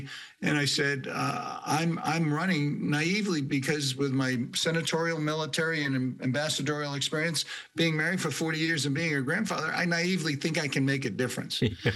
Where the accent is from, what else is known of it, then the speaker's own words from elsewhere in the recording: Rye, United States; my hometown of Rye